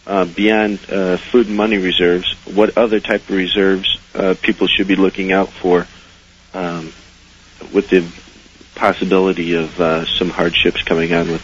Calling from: Chicago, Illinois, United States; I am in Chicago, Illinois.

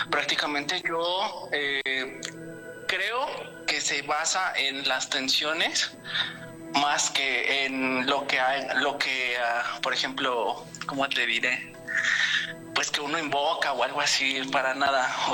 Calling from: Chimalhuacán, State of Mexico, Mexico; Pues ahorita de mi trabajo aquí en Chimalhuacán.

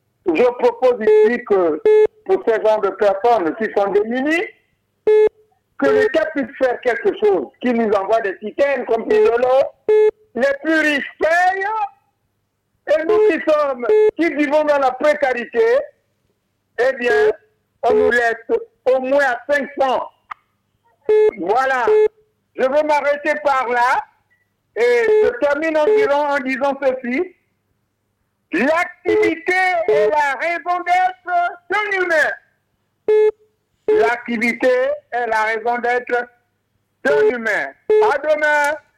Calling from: Essassa, Estuaire, Gabon; je suis à Essassa.

